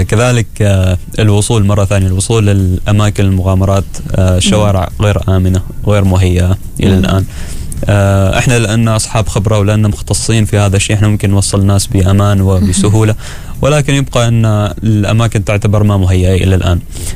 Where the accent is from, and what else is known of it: Oman